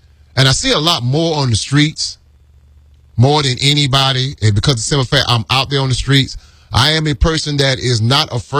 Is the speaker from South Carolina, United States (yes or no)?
yes; Aiken, South Carolina, United States; Aiken, South Carolina, since that is my hometown.